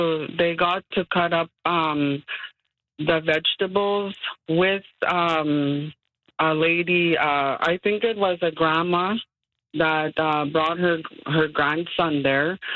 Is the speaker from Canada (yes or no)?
yes; Goodfish Lake, Alberta, Canada; Yes, because we grew up, you know, well, I'm originally from Goodfish Lake, mm-hmm. Alberta.